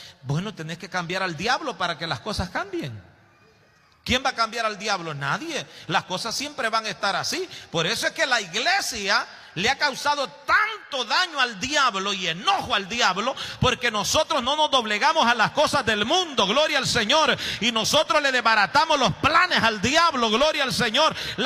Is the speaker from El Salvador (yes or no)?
yes; El Salvador; Yo soy salvadoreño, del Salvador